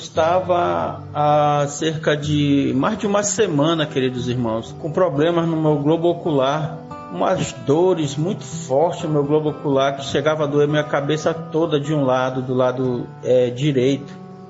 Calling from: Boa Vista, Roraima, Brazil; eu sou ouvinte assíduo, né, do programa Voz da Libertação aqui em Boa Vista, capital de Roraima.

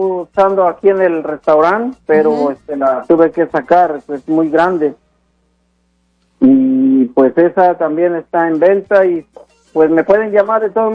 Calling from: Kent, Washington, United States; aquí en el área de Kent.

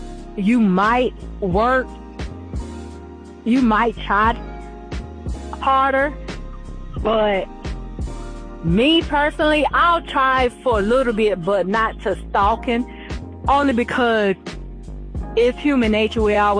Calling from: Raleigh, North Carolina, United States; I'm from Raleigh, North Carolina.

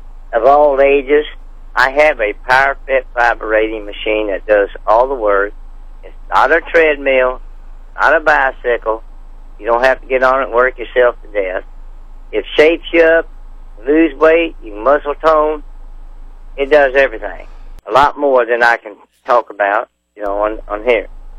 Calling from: Franklin, Missouri, United States; And I'm calling from Franklin, Missouri

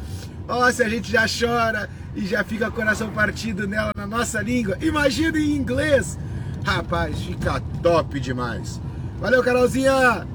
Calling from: Pelotas, Rio Grande do Sul, Brazil; sou de Pelotas.

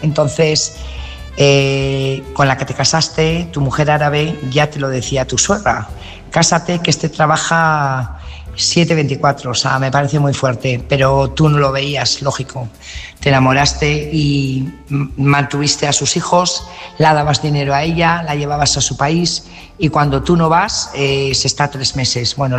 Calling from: Burgos, Castile and León, Spain; Buenas noches … corresponsal de Burgos.

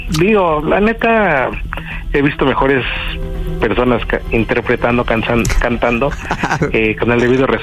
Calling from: Mexico City, Mexico; Soy de la Ciudad de México y tengo 39 años.

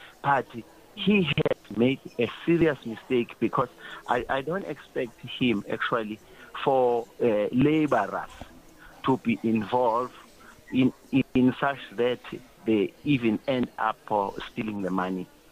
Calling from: South Africa

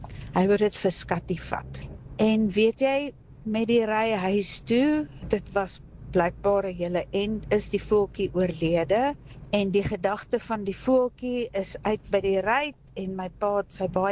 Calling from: Pretoria, Gauteng, South Africa; ek is van Pretoria.

